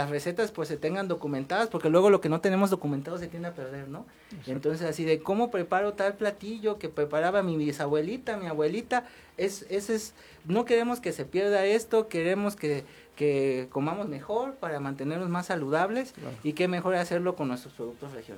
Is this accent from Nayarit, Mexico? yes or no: no; Veracruz, Mexico; moved away; yo soy de Veracruz, ya tengo algunos años acá